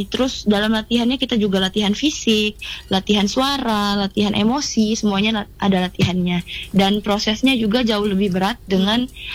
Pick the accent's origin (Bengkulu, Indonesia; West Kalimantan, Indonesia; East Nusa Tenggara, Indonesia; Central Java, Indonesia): Bengkulu, Indonesia; now in Lampung, Indonesia; Kalau saya dari Bengkulu.